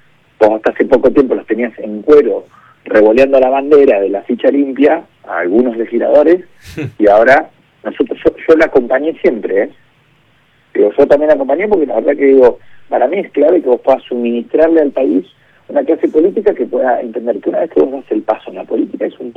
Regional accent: Argentina; lo digo como argentino, ¿eh?

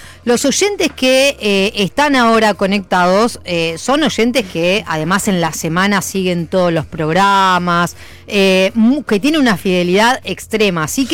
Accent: La Plata, Buenos Aires Province, Argentina; Pensá que en La Plata le decimos pollajería.

